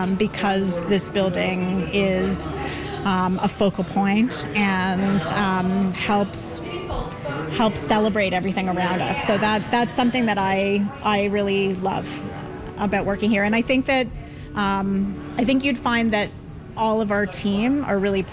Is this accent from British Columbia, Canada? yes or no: no; Toronto, Ontario, Canada; I grew up in Toronto, and I'm very proud of it.